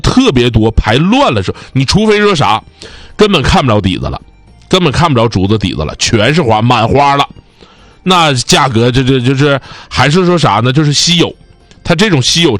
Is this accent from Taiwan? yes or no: no; Northeast China, China; accent: Northeastern (Dongbei) dialect; 我们东北话